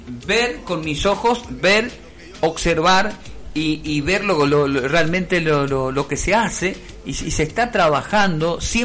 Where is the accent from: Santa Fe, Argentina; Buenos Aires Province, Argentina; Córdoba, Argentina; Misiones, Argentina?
Misiones, Argentina; Puerto Iguazú; Yo soy de Iguazú, yo soy nacido y malcriado acá en el Bañado, acá en el barrio Florida, me crié acá pateando sapo acá entre medio del barro